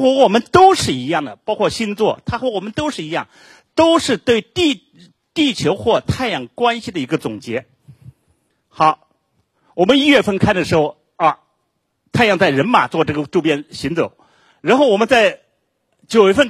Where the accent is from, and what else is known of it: China